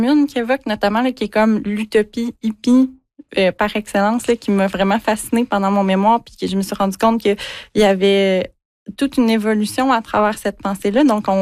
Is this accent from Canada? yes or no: yes; Quebec, Canada; dont on est dépouillé en tant que Québécois, si on veut voyager, ça coûte tellement cher que si on travaille dans une usine, ce ne sera pas accessible.